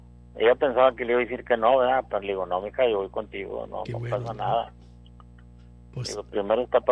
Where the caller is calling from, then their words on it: United States; De Bronzeville.